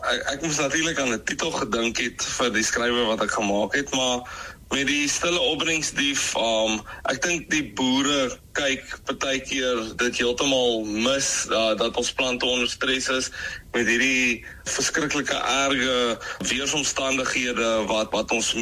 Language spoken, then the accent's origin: Afrikaans; Louis Trichardt, Limpopo, South Africa; Ek dink ek begin eerder by die mooi dorpie waar ek groot geword het. Ek kom van Louis-Trichardt af en natuurlik is landbou baie pertinent gedeelte van die dorp.